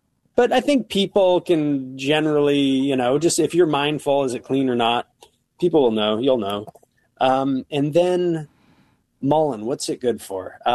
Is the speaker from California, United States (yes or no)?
yes; Bakersfield, California, United States; I'm originally from California. Bakersfield, the Central Valley of California, has some of the worst air pollution in the United States.